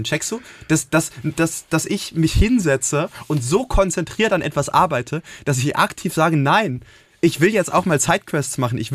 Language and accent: German; Berlin, Germany; ich komme aus Berlin. Ich wohne seit 25 Jahren in Berlin.